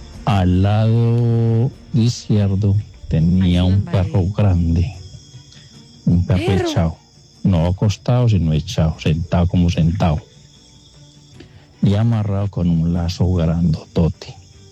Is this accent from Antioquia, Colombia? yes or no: yes; Remedios, Antioquia, Colombia; Yo soy de acá, de Remedios, Antioquia. Remedios.